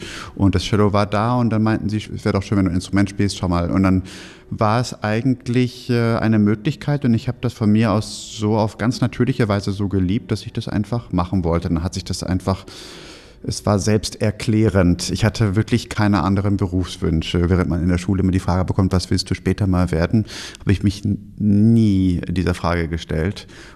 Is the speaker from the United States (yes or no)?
no; Germany; nachdem ich jetzt mein ganzes Leben in Deutschland gelebt habe. Ich bin ja in Deutschland geboren und aufgewachsen und ich habe natürlich schon einen Teil von mir, ist sicherlich in Frankreich.